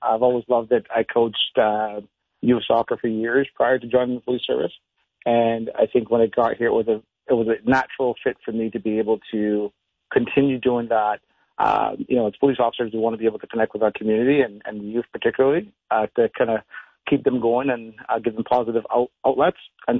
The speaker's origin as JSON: {"language": "English", "country": "Barbados", "tie": "born or raised there", "said": "I grew up back home in Barbados, and then, sort of running around in the streets"}